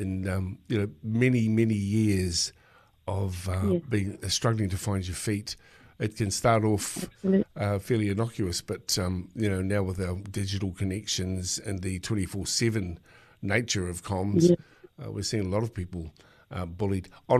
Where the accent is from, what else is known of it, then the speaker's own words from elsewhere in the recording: New Zealand; I'm a Kiwi guy